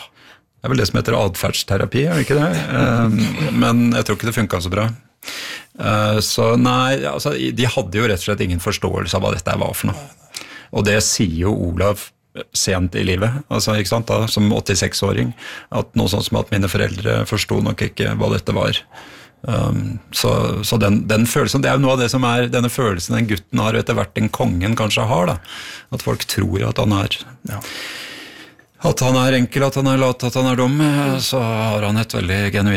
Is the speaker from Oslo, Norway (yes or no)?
no; Bjerkvik, Nordland, Norway; born or raised there